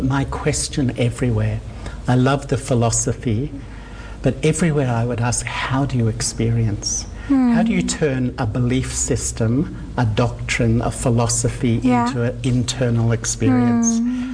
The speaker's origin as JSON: {"language": "English", "town": "Melbourne", "region": "Victoria", "country": "Australia", "tie": "born or raised there", "said": "I'm from Melbourne. I grew up in Australia."}